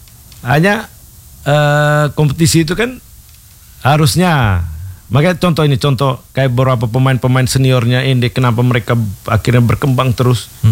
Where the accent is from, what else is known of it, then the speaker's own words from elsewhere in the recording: East Nusa Tenggara, Indonesia; Saya orang Lio juga.